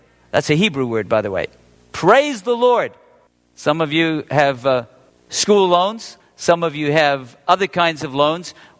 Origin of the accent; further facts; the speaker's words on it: England, United Kingdom; Well, I learned something growing up in England where you would lease from